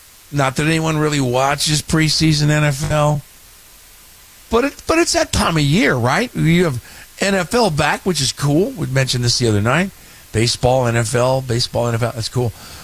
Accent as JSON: {"language": "English", "town": "Elk Grove", "country": "United States", "tie": "born or raised there", "said": "Those are the kind of trucks I grew up seeing around Elk Grove and such."}